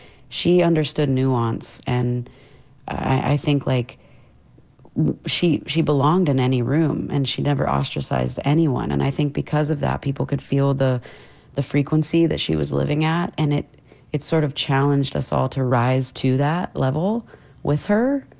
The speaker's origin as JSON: {"language": "English", "town": "Meridian", "region": "Mississippi", "country": "United States", "tie": "born or raised there"}